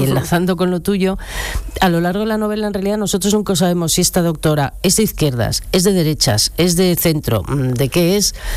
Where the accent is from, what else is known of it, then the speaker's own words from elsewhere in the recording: Bilbao, Basque Country, Spain; Yo soy de Bilbao, ¿eh?